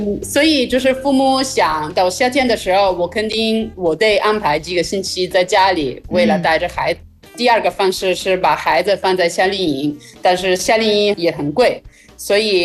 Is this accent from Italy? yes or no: yes; Italy; Chinese is a second language